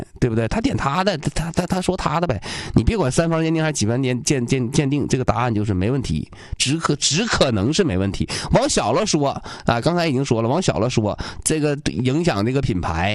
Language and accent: Chinese; Liaoyuan, Jilin, China; now in Changchun, China; 我回辽源老家，我吉林省东辽县